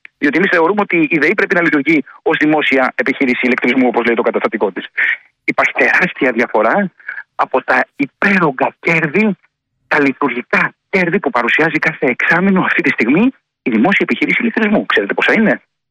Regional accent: Ionian Islands, Greece; σα μιλήσω για την ιδιαίτερη πατρίδα μου, την Κεφαλονιά και την Ιθάκη.

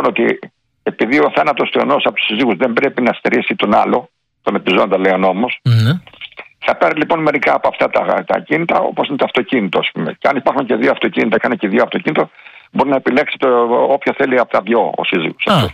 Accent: Platanias, Crete, Greece; από τον Πλατανιά, το χωριό μου, έτσι, καταγωγή από τον Πλατανιά.

